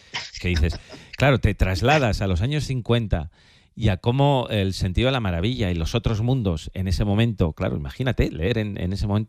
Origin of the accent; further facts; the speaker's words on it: Cuenca, Castilla-La Mancha, Spain; Perdona que soy de Cuenca y los chistes malos